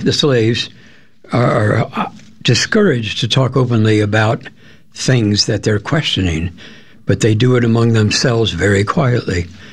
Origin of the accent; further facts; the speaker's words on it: Cincinnati, Ohio, United States; I grew up in Cincinnati, Ohio